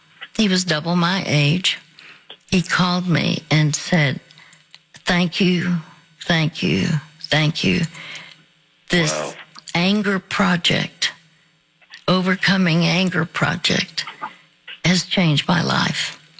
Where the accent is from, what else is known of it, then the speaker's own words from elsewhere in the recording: Dallas, Texas, United States; and they would come to Dallas. I'm from Dallas.